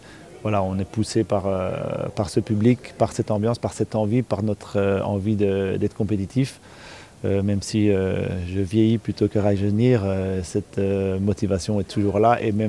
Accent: Belgium; en tant que Belge

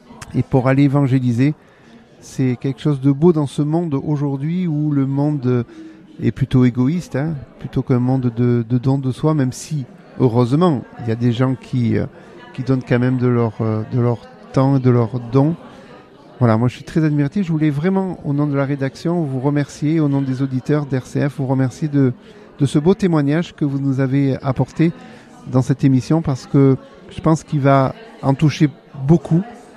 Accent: France; chez nous en France

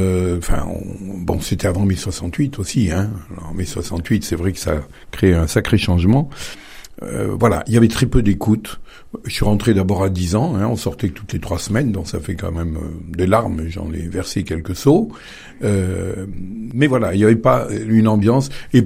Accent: Baternay, Auvergne-Rhône-Alpes, France; born there; Alors, je suis né à Baternay, je suis un petit village du nord Drôme.

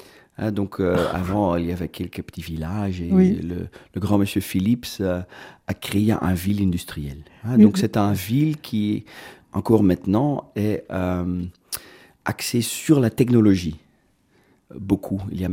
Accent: Veldhoven, North Brabant, Netherlands; moved away; moi je suis né à Veldhoven, c'est un petit village à côté de Eindhoven et c'est en Hollande.

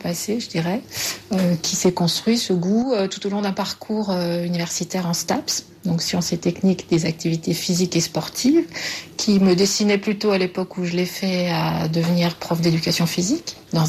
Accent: Chalon-sur-Saône, Bourgogne-Franche-Comté, France; Je suis originaire de Chalon-sur-Saône, comme tous les membres de ma famille, en fait, mes grands-parents, etc. Donc il y a un fort ancrage chalonnais

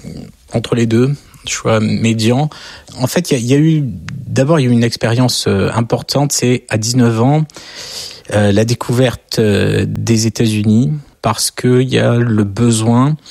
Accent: France; Je suis français, je vis en France.

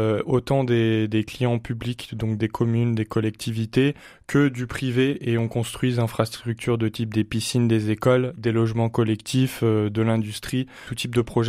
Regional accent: Auvergne-Rhône-Alpes, France; now in Lyon, France; Donc moi, je suis originaire de la Loire, de la plaine du Forêt. Et aujourd'hui, j'habite sur Lyon

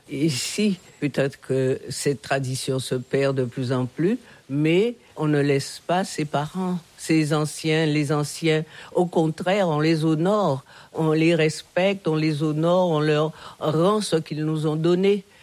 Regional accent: Saintes, Nouvelle-Aquitaine, France; born there; Je suis née à Saintes, tout à fait par hasard. En tous les cas, je me sens complètement issue de cette terre, issue de cette histoire.

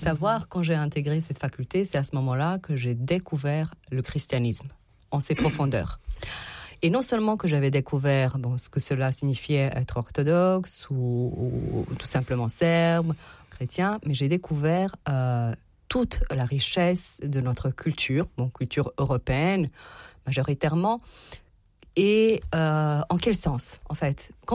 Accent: Tuzla, Tuzla Canton, Bosnia & Herzegovina; born there; French is a second language; parce que je suis née en Bosnie, c'était encore l'ex-Yougoslavie.

